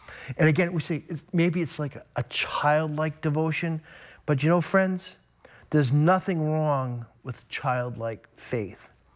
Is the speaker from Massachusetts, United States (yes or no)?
yes; Boston, Massachusetts, United States; And of course, I grew up in the Boston area.